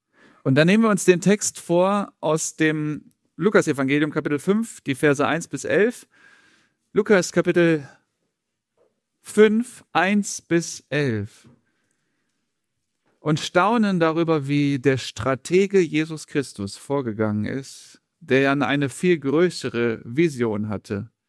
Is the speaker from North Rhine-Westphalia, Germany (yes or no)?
yes; North Rhine-Westphalia, Germany; oder vielleicht auch im Raum Köln-Bonn, wo ich herkomme.